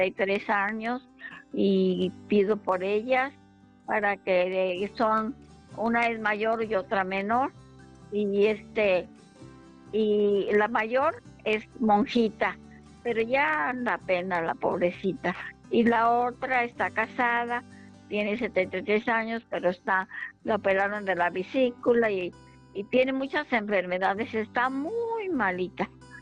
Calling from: Morelia, Michoacán, Mexico; De aquí de Morelia, Michoacán.

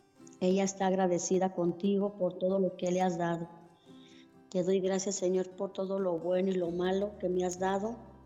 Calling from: Ocotlán, Jalisco, Mexico; hablo de Ocotlán, Jalisco.

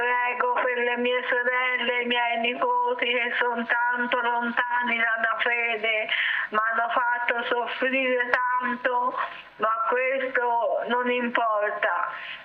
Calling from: Florence, Tuscany, Italy; Chiamo da Firenze.

